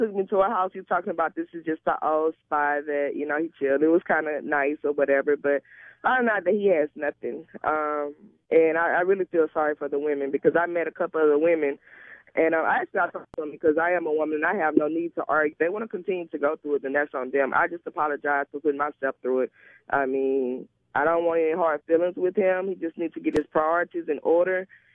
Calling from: Long Beach, California, United States; I'm calling from Long Beach.

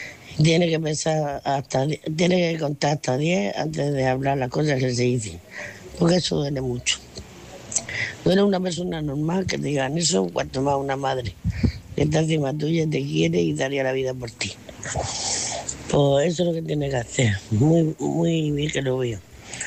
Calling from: Murcia, Region of Murcia, Spain; de Murcia, quería contestar a Manuela.

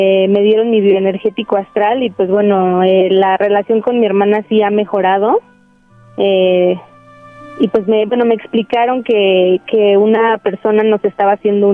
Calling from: Ecatepec, State of Mexico, Mexico; De aquí, de Catepec.

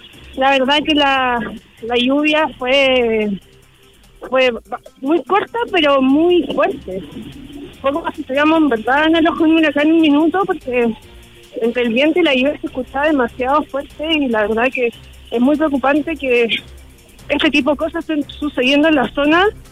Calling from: Santiago, Santiago Metropolitan Region, Chile; yo no vivo en San Carlos de Apoquindo como tal, vivo más del sector Los Dominicos, entre Paul Harrison y General Blanc.

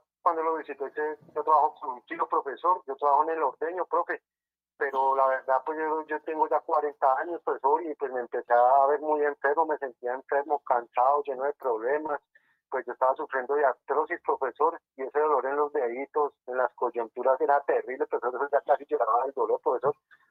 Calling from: Ciénega, Boyacá, Colombia; lo llamo de Azaez. Cienega, Boyacá

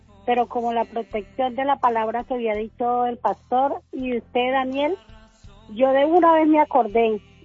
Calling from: Herrera, Tolima, Colombia; Aquí en Herrera, Tolima

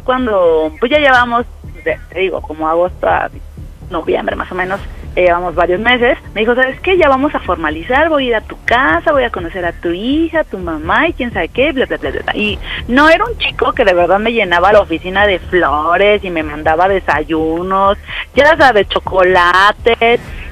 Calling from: Mexico City, Mexico; Soy de aquí, de la Ciudad de México, y tengo 37 años.

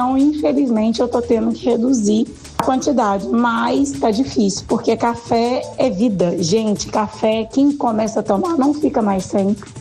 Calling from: Lagoa Santa, Minas Gerais, Brazil; sou aqui de Lagoa Santa.

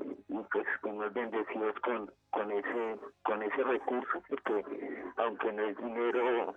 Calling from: Bogotá, Colombia; En este momento estoy en Boca, pero yo vivo en Frontibón.

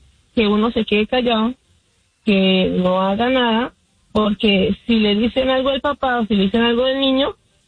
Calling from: Utah, United States; Buenos días … estoy en el estado de Utah.

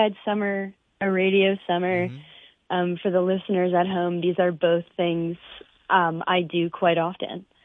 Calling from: Syracuse, New York, United States; I'm calling from Syracuse, New York

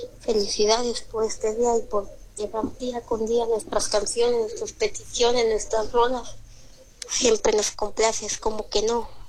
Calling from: Mexico City, Mexico; Aquí te escucho desde Ciudad de México.

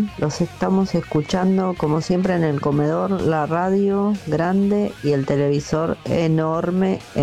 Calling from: Lomas del Mirador, Buenos Aires Province, Argentina; de Lomas del Mirador

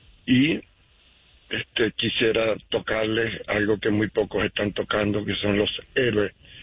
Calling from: Utah, United States; Te llamo desde Utah.

